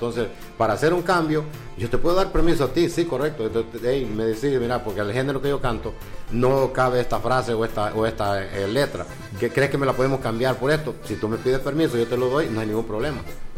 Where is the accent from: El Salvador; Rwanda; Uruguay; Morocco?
El Salvador; Eastern El Salvador; Si tú has visto en Oriente, vamos a hablar de lo que es cerca de mi pueblo, de mi cantón.